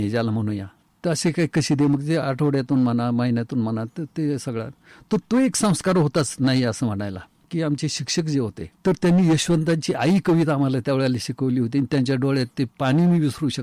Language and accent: Marathi; Nighoj, Maharashtra, India; निगोज हे आमचं मूळ गाव। बरं, मग निगोजून मग वडझिऱ्याला गेलो।